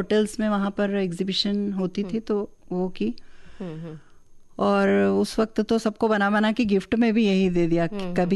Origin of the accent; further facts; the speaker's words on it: Madhya Pradesh, India; accent: Malvi; तो चूंकि मैं मालवा से हूँ तो मैंने एक पुस्तक मेरी मालवी बोली मे